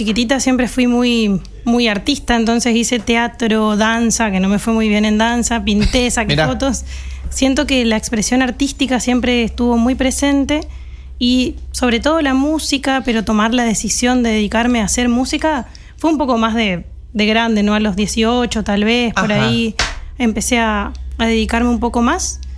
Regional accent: Resistencia, Chaco, Argentina; born there; es una chica que nació en Resistencia

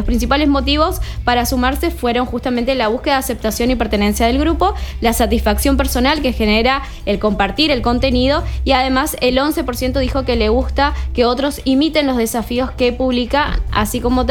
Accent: Goya, Corrientes, Argentina; en mi pueblo, ¿no? En Goya

